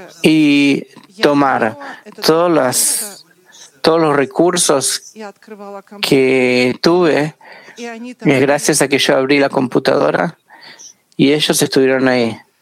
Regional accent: Israel; moved away; Soy de Israel, 50 años acá en el país. Solo sepan, amigos, que también de Israel vienen acá a las prácticas, incluso jóvenes como yo.

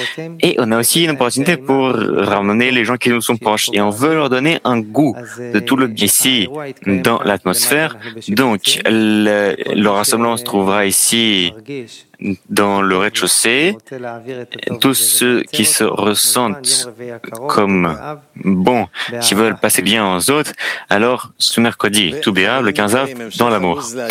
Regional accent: Israel

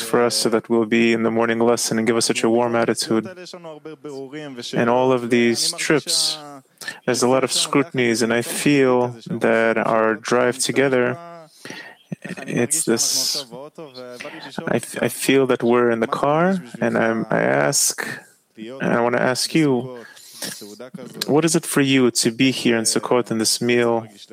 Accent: Yokneam, Northern District, Israel; By the way … from Yokneam

